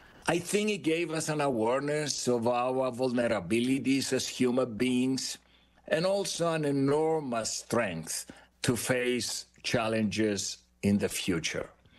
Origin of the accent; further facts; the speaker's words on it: Cyprus; was born on the island of Cyprus. I'm Greek Cypriots. Actually, my wife and I were both Greek Cypriots. We grew up in Cyprus.